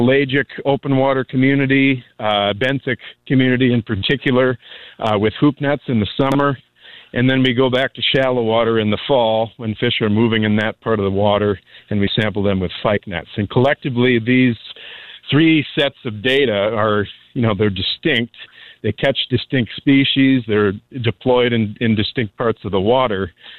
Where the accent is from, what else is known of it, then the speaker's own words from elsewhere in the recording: Minneapolis–Saint Paul, Minnesota, United States; now in northwest Iowa, United States; I'm from the Twin Cities in Minnesota